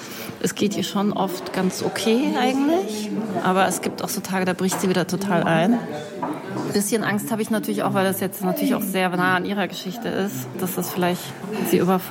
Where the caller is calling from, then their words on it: Cologne, North Rhine-Westphalia, Germany; ich komme ja aus Köln, wie du weißt, und da ist ja Karneval ganz groß.